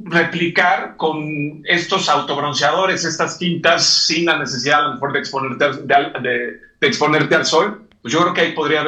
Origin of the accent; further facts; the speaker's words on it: Cancún, Quintana Roo, Mexico; Cuando salía yo a jugar al básquetbol, porque en mi época todavía alcancé yo a jugar en las calles de Cancún, tú imagínate el sol en Can